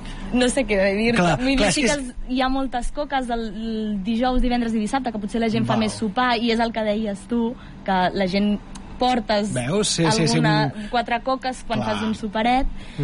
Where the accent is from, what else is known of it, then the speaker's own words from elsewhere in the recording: Bellvei, Catalonia, Spain; jo sóc filla de Vallvei